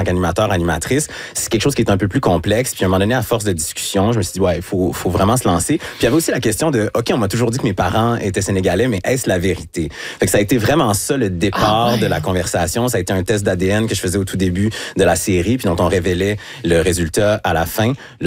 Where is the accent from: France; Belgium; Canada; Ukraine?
Canada; Quebec City, Quebec; Mais d'un autre côté, j'ai grandi à Québec, la majorité de mon entourage est blanc